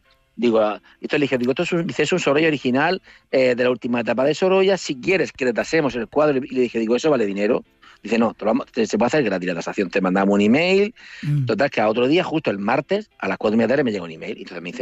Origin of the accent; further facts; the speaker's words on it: Murcia, Region of Murcia, Spain; soy de Murcia y tal.